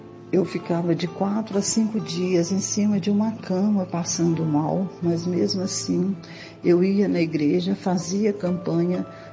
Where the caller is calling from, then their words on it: Belo Horizonte, Minas Gerais, Brazil; eu sou de Belo Horizonte.